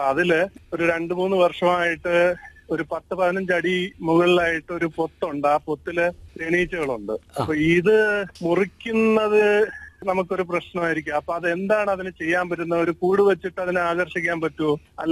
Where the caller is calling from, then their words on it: Pallippuram, Kerala, India; ആ നമസ്കാരം … ഞാൻ വിളിക്കുന്നത് പള്ളിപ്പുറത്തു നിന്നാണ്.